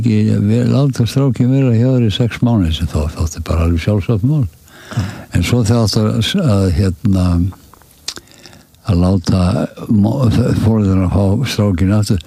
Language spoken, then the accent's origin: Icelandic; Northeastern Region, Iceland; born there; þá gerist það nú á bóndabæ fyrir norðan Melrakkasléttu fættist þar